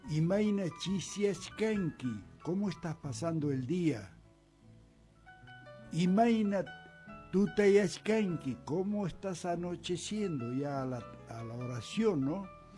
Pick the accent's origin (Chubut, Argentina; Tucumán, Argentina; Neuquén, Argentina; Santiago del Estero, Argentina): Santiago del Estero, Argentina; Un cuentero, como decimos en Santiago.